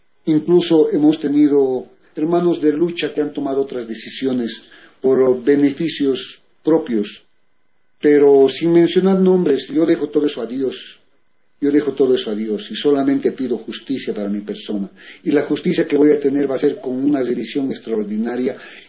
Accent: Cliza province, Cochabamba, Bolivia; moved away; also born or lived in United States; Yo soy boliviano, yo he nacido en Bolivia, pero me he ido a Estados Unidos. Soy de Cochabamba, pero he vivido hasta mis 10 años en una provincia de Clisa.

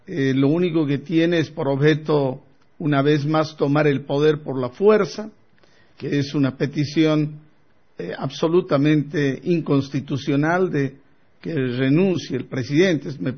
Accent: Bolivia; somos todos los bolivianos de bien que queremos vivir en libertad, en democracia.

